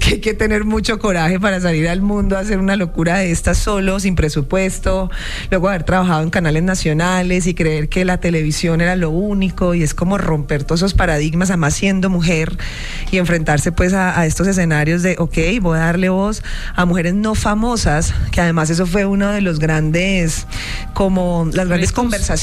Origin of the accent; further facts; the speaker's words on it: Cali, Valle del Cauca, Colombia; now in Bogotá, Colombia; yo soy caleña, ve. Desde Cali, Colombia. Yo vengo de Bogotá, porque yo vivo en Bogotá, pero yo soy de Cali.